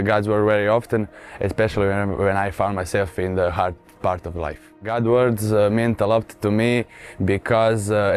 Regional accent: Rijeka, Primorje-Gorski Kotar County, Croatia; Rijeka, Croatia.

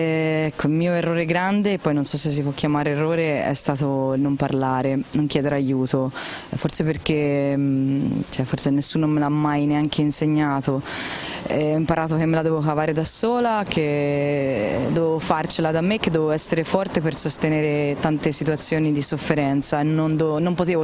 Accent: Tuscany, Italy; ho 29 anni, vengo dalla provincia di Firenze e sono cresciuta in una famiglia normalissima

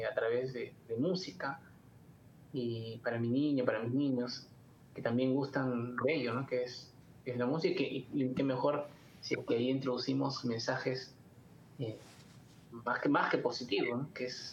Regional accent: Trujillo, La Libertad, Peru; now in Lima, Peru; Nosotros somos de Trujillo, una ciudad del norte del Perú. Por trabajo tuvimos que viajar acá, bueno, a Lima, Perú

